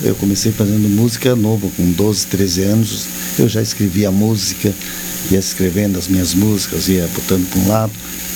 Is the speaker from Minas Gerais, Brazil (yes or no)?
no; Rio Grande do Sul, Brazil; born there; eu nasci no Rio Grande do Sul